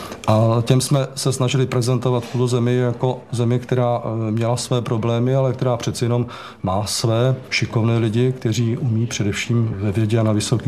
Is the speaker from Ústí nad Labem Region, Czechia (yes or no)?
yes; Teplice, Ústí nad Labem Region, Czechia; born there; moved away as an adult; now in Prague, Czechia; Já jsem se narodil v Teplicích, v Praze jsem od roku 66, kdy jsem přišel na studia a už jsem se Prahy od té doby nikam neodstěhoval.